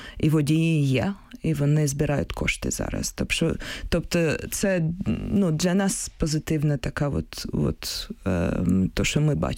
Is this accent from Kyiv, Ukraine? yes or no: yes; Kyiv, Ukraine; Я сама з Києва, тому я тут зупиняюся.